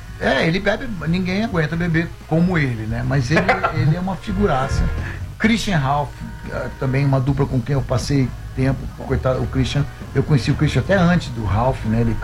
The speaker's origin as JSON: {"language": "Portuguese", "region": "Rio de Janeiro", "country": "Brazil", "said": "eu sou carioca, eu posso ser cidadão honorário"}